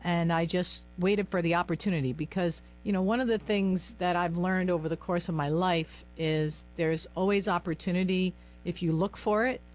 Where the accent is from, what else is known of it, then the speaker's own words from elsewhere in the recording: Cranston, Rhode Island, United States; I grew up in Cranston, Rhode Island